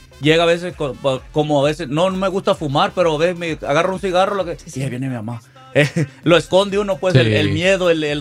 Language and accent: Spanish; Mexico